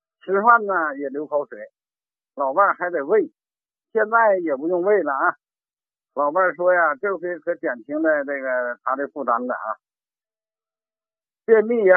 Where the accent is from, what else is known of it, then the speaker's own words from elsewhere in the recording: Tangshan, Hebei, China; 哎呀，我是这个唐山的，是您的这个老患者了啊。